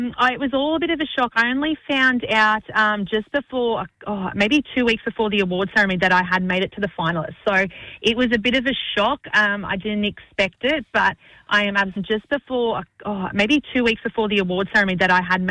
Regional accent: La Perouse, New South Wales, Australia; now in Gold Coast, Australia; I'm from Yuin, so I'm from down south coast, New South Wales, but I'm also culturally connected to La Perouse, which is where my family all grew up and I grew up when I was a little girl.

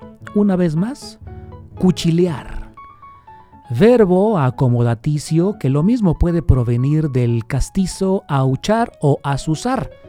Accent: Guadalajara, Jalisco, Mexico; que hoy nos definen como ilustres tapatíos o jaliscienses.

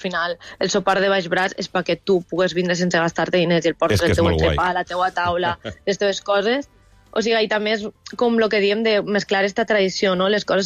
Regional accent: Otos, Valencian Community, Spain; és especial que sigui en el meu poble on he crescut

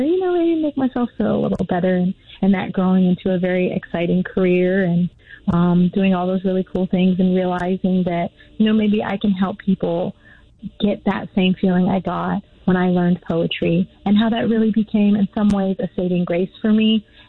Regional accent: Las Vegas, Nevada, United States; born or raised there

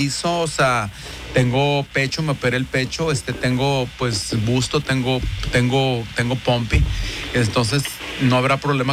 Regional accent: Saltillo, Coahuila, Mexico; como yo vengo de Saltillo, ya tengo nombre de mujer

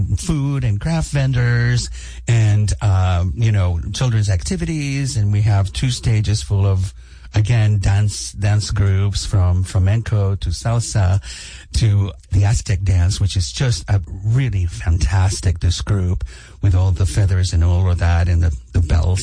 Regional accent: Cuba; English is a second language; moved away; also born or lived in New York, United States / Nashville, United States; I came from Cuba and I went to New York and I studied in New York.

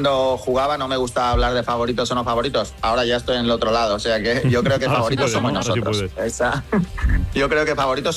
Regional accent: Spain; Y el fútbol es el, como buen español, es el deporte rey.

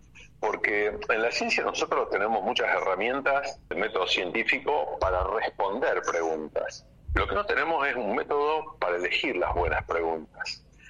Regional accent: Rosario, Santa Fe, Argentina; estar acá en Rosario, Santa Fe, Argentina. Yo soy de Rosario y elegí volver acá.

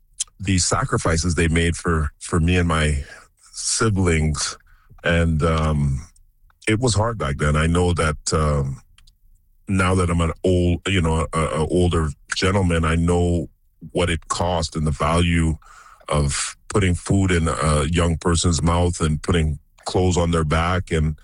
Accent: Toronto, Ontario, Canada; And, you know, growing up in Toronto at that time, learning the game of basketball, there wasn't a lot of resources.

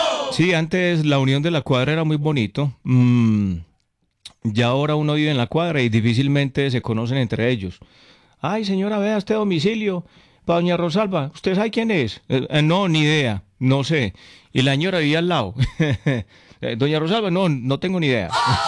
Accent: Concordia, Antioquia, Colombia; Parce, en mi pueblo hay unos ¿cómo es que se llama eso? De esos policías acostados que no le toca parar. Parce, esos parecen muros, hermano, en Concordia.

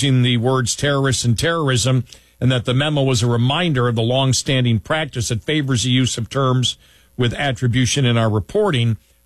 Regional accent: Ireland; I'm Irish.

